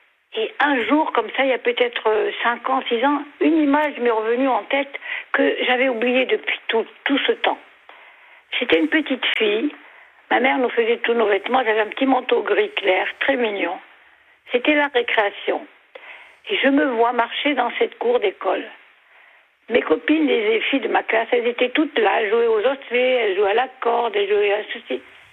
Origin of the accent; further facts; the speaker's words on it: Tunis, Tunis Governorate, Tunisia; moved away; J'étais petite fille, je suis née à Tunis, et mes parents étaient, mon père catholique, d'une famille catholique, mais pas, lui n'était pas pratiquant du tout. Mmh. Ma mère, une famille juive, mais pas pratiquante.